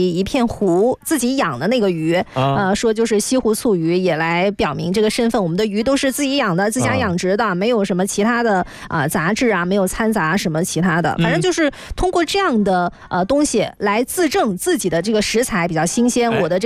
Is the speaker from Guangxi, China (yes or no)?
yes; Guangxi, China; 我是广西的